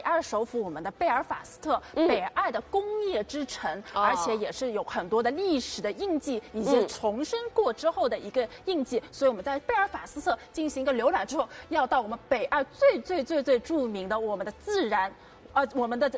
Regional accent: United Kingdom; 也是我们英国人周末度假的一个圣地。

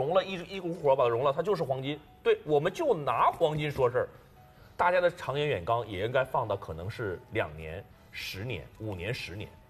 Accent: China; 我们中国人

